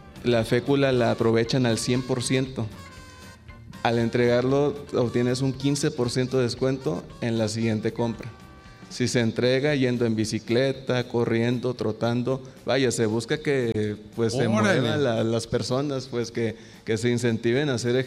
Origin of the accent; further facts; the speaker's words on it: Poza Rica, Veracruz, Mexico; Yo vengo de Poza Rica, allá de hecho soy licenciado en Derecho.